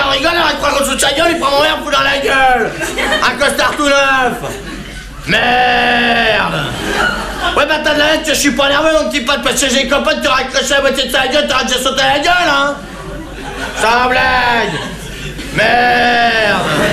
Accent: France; Les français, c'est des cons, ouais, ben, je suis bien blasé, hein, je suis français.

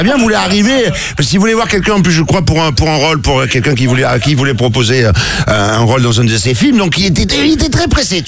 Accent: Marseille, Provence-Alpes-Côte d'Azur, France; je suis Marseillais, j'ai roulé sans assurance, sans casque, jusqu'à l'âge de 20 ans.

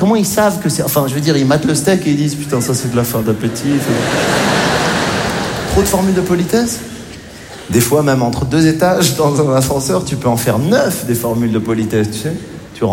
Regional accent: Morocco; born there; Je suis né au Maroc. Ce qui est bien quand t'es marocain

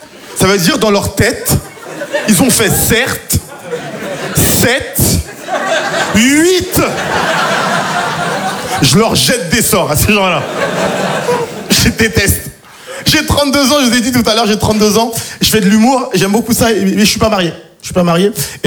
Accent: Île-de-France, France; born or raised there

